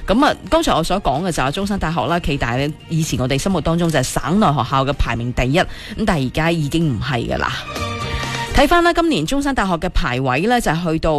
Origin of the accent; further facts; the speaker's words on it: Guangdong, China; 似乎中大已经唔系我哋广东人心目当中，